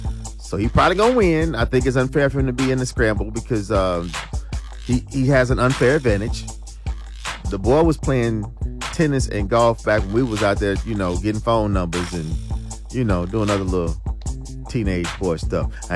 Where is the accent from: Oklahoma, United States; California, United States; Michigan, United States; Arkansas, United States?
Arkansas, United States; Dumas; But let me shout out my hometown. I got to shout him out. I know Dumas got their alumni weekend.